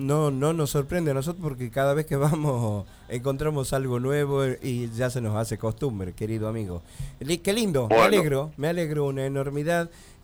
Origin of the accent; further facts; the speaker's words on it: San Miguel de Tucumán, Tucumán, Argentina; para la gente que no somos de la zona, que somos de Capital